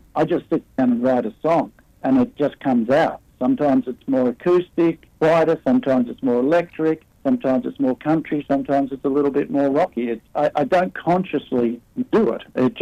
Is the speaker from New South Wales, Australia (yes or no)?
no; Rockhampton, Queensland, Australia; born there; and then so I was born in Rockhampton in Queensland, and then a week later we all travelled up by train back up to rejoin the show in Cairns.